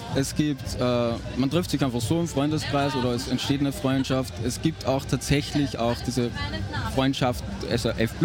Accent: Upper Austria, Austria; Bin aus Oberösterreich und 21

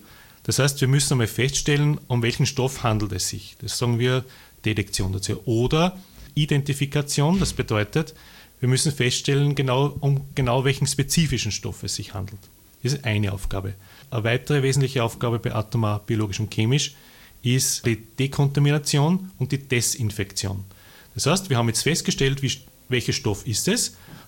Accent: Upper Austria, Austria; Und dann, nachdem ich aus Oberösterreich bin, wollte ich von Graz natürlich nach Oberösterreich. Und dann war in Oberösterreich in Hörschingen eine Stelle frei. Da habe ich mich dann beworben. Und dann bin ich von Graz nach Oberösterreich gekommen

